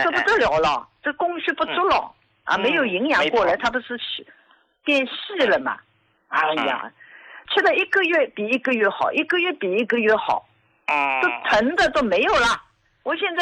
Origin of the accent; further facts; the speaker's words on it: Jiangsu, China; 我今年73岁，我是江苏的。